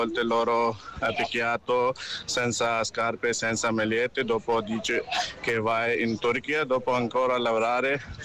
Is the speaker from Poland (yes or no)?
no; Azad Kashmir, Pakistan; Italian is a second language; moved away as an adult; also born or lived in Turkey / Greece; now in Italy; Io vengo dal originale in Kashmir, io vengo dal Pakistan, Iran, Turchia, Grecia, mio viaggio 3 anni.